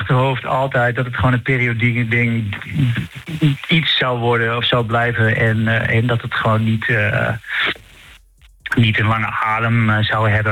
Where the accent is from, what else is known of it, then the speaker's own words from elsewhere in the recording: Overijssel, Netherlands; nou kom ik uit Twente